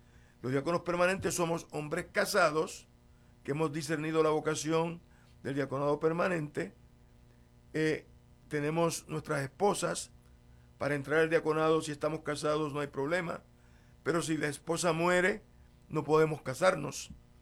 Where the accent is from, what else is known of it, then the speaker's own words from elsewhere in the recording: Santa Isabel, Puerto Rico; moved away as an adult; tengo que llevarte a mi colonia, a mi barrio de Playita Cortada. Un saludo si hay algún Santa Isabelino escuchando, de Puerto Rico. Pues soy puertorriqueño.